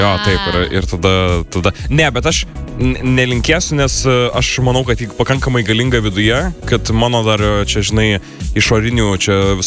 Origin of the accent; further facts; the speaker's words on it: Vilnius, Vilnius County, Lithuania; man kaip vilniečiai atrodavo